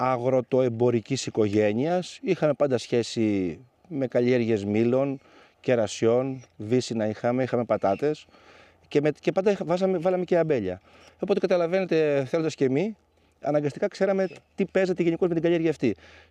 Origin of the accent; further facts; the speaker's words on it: Tripoli, Peloponnese, Greece; Εγώ μεγάλωσα στην Τρίπολη Αρκαδίας, γεννήθηκα στη Σκοπή. Έμεινα εκεί πέρα μέχρι 5 ετών και μετέπειτα πήγαμε με τους γονείς μου στην Τρίπολη.